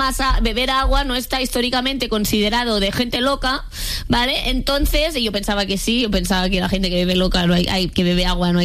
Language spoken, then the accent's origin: Spanish; Catalonia, Spain; Yo bebo agua porque soy catalana, ¿vale?